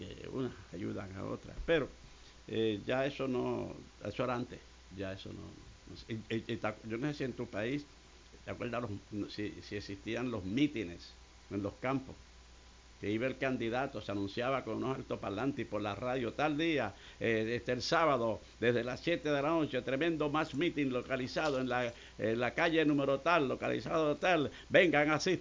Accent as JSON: {"language": "Spanish", "country": "Puerto Rico", "tie": "born or raised there"}